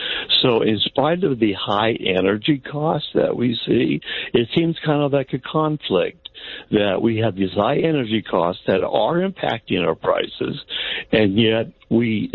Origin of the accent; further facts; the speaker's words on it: California, United States; Yes, I am from California, a very tax-happy state.